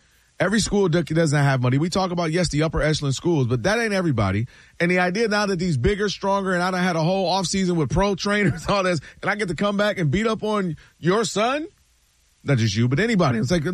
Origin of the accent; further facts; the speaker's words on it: Ann Arbor, Michigan, United States; You know, go Blue. I'm born and raised in Ann Arbor.